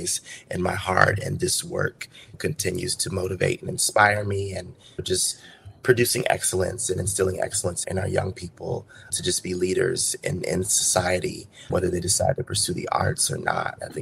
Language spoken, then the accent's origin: English; Anchorage, Alaska, United States; now in New York, United States; I'm not originally from New York. Where are you from? Raised, I don't know. You won't guess. You won't believe this, but I'm from Anchorage, Alaska.